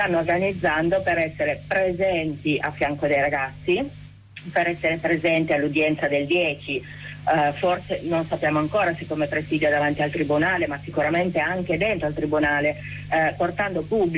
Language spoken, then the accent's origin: Italian; Turin, Piedmont, Italy; noi ci vedremo come torinesi liberi democratici il 10 settembre sia alle 9 del mattino al tribunale per seguire il processo